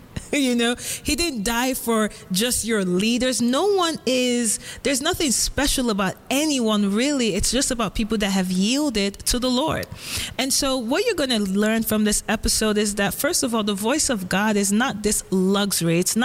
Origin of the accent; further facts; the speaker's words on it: Lagos, Nigeria; now in California, United States; I grew up in Lagos, Nigeria, and I'm the last born of my family. I'm the only girl in my family.